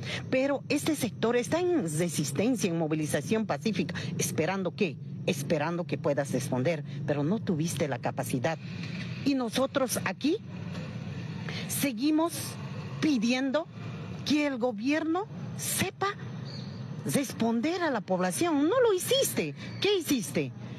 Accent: Bolivia

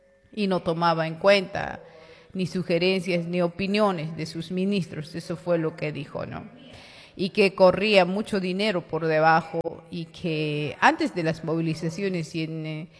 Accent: Bolivia; Somos bolivianos y bolivianas.

